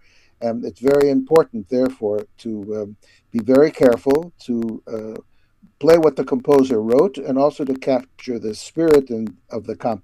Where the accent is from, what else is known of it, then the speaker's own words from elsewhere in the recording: Chicago, Illinois, United States; accent: Chicago; despite my Chicago accent.